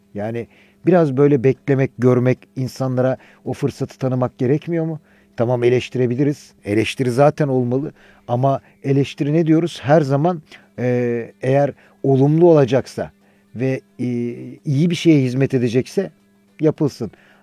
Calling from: Tuzla, Istanbul, Turkey; Vedat abi, Tuzla'dan … Ben Fenerbahçeliyim çok şükür.

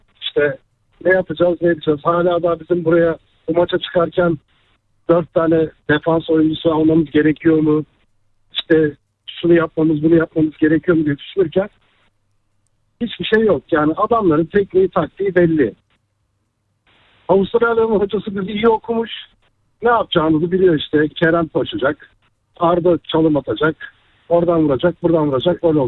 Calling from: Istanbul, Turkey; İstanbul'dan arıyorum.

